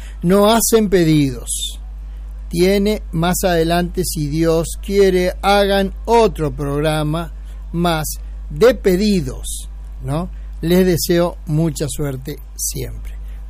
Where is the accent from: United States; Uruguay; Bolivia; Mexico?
Uruguay; Qué lindo escuchar decir Uruguay, que es mi país.